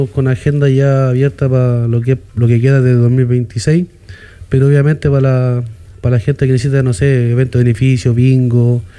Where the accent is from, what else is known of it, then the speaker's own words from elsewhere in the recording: Rancagua, O'Higgins, Chile; moved away; antes igual yo vivía en Rancagua, así que yo vengo de Rancagua, esa es mi ciudad natal